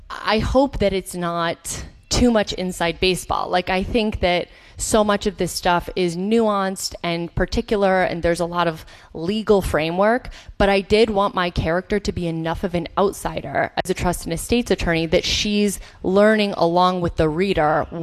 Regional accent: Chicago, Illinois, United States; born or raised there; moved away as an adult

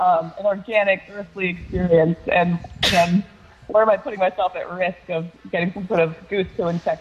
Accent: Rockport, United States; I'm from Rockport, and I was blessed to live on the ocean.

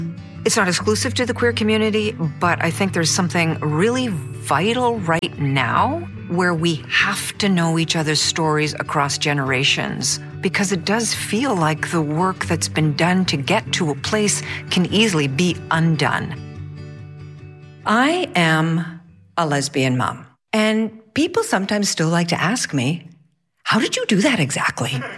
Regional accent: Quebec, Canada; born there; I was born just outside of Montreal.

